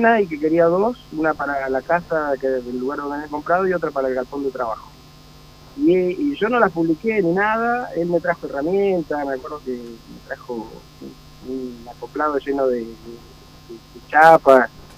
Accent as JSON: {"language": "Spanish", "town": "Ingeniero Huergo", "region": "Río Negro", "country": "Argentina"}